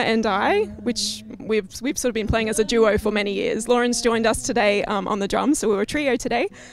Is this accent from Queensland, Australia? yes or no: yes; Mount Crosby, Queensland, Australia; now in Stanthorpe, Australia; So we're originally from Mount Crosby in the Brisbane area, but we've been in Stanthorpe for probably about 18 years now. So, yeah, we're calling ourselves local.